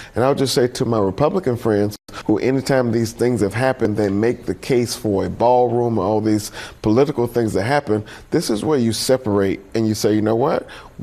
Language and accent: English; United States; an American, I'm glad the president is safe.